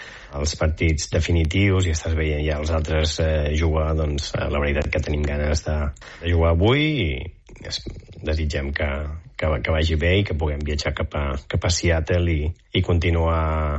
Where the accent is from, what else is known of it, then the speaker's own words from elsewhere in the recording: Catalonia, Spain; now in United States; Doncs sí, som bastants catalans aquí